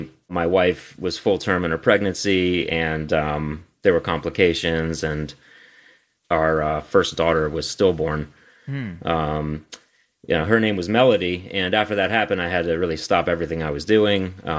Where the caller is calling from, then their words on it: Beverly, Massachusetts, United States; I'm calling from Beverly, Massachusetts